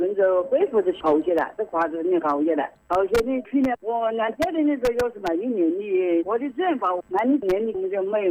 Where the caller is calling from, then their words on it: Henan, China; 我是河南的，